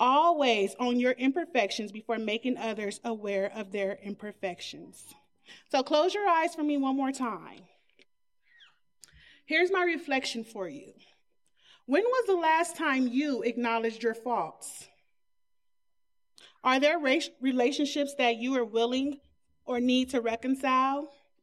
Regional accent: Long Beach, California, United States; now in New Mexico, United States; I am originally from Long Beach, California, and I have been living in New Mexico since 2019.

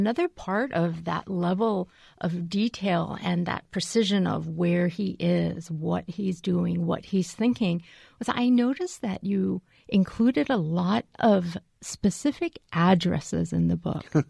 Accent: Hawaii, United States; we were just talking about how we are both from Hawaii.

